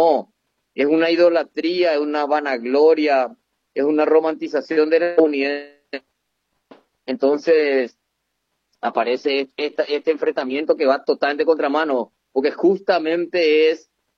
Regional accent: Paraguay

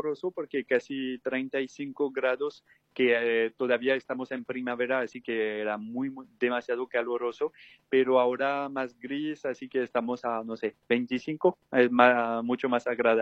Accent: Paraguay; moved away; me parece que fue ayer que yo me fui de Paraguay, pero con el tiempo también hay personalmente que ver en la interioridad, bueno, cuál es mi vínculo con ese país y todo

